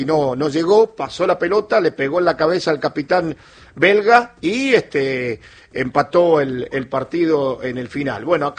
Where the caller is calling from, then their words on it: Santa Rosa, La Pampa, Argentina; Bueno, hola … de Santa Rosa La Pampa.